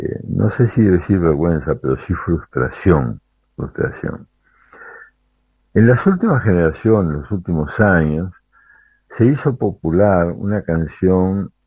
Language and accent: Spanish; Montevideo, Uruguay; me acuerdo en mi niñez cuando jugaba en un equipo de barrio, se llamaba el Corralito, allá por la calle Corrales